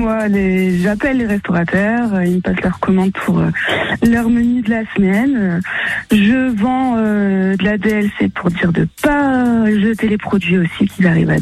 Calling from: Hauts-de-France, France; Je viens de Bercy-Court, une petite ville dans le Nord-Pas-de-Calais.

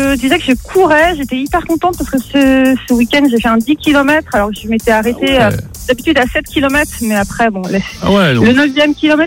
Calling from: Pays de la Loire, France; Moi, j'habite à Auray d'Anjou, dans le Maine-et-Loire.

